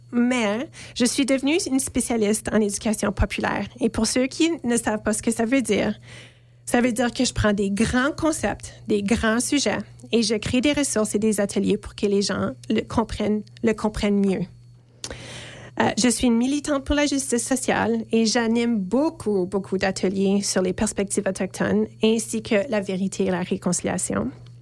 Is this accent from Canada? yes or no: yes; Winnipeg, Manitoba, Canada; femme métisse de la Rivière-Rouge et franco-manitobaine. Je suis née et j'ai grandi à Saint-Boniface.